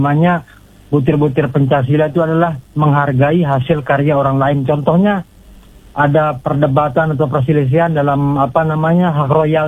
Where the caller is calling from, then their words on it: Mataram, West Nusa Tenggara, Indonesia; salam hormat saya dari … di Kota Mataram.